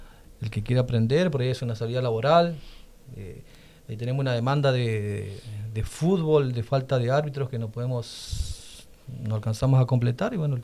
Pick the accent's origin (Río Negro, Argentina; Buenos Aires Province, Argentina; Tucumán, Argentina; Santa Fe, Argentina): Santa Fe, Argentina; es un orgullo para nosotros de acá del norte